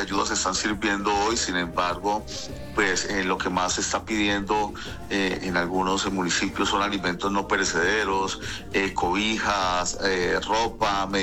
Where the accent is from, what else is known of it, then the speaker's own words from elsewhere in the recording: Colombia; que soy como colombiano